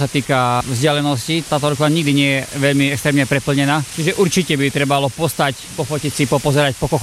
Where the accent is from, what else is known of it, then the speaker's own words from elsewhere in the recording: Spiš, Slovakia; accent: Spiš dialect; medzi sebou sa rozprávame po spišsky a čo by som povedal, že u nás v slovenskom raju je šumne, je tu krásne